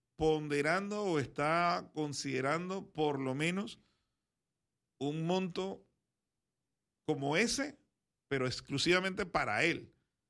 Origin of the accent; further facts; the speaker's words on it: Panama; porque como panameños logramos algo que era inalcanzable o impensable.